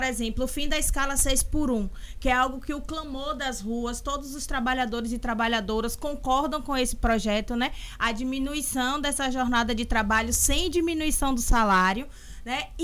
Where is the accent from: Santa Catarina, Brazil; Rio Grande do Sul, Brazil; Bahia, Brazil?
Bahia, Brazil; moved away as an adult; now in Itabuna, Brazil; Eu sou de Baitaba. Vim morar em Itabuna quando passei para estudar na UESC.